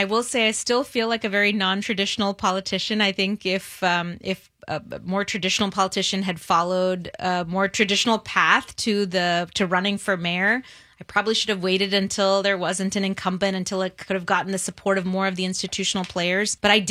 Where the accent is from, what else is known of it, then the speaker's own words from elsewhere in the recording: East Coast, United States; We grew up in suburbs on the East Coast, didn't have access to be able to live out big dreams.